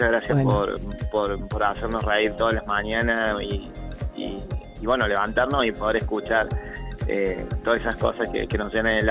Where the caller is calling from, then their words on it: Córdoba, Argentina; Soy de Córdoba